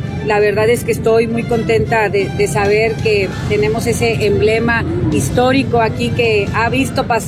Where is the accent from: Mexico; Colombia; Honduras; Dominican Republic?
Mexico